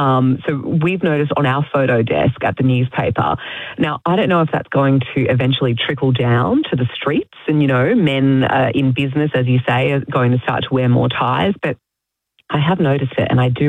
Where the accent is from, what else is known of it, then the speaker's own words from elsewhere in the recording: Sydney, New South Wales, Australia; because you know I'm from Sydney